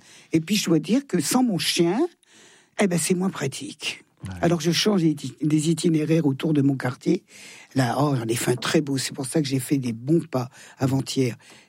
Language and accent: French; Thonon-les-Bains, Auvergne-Rhône-Alpes, France; born there; Ah oui, je chante dans ma ville natale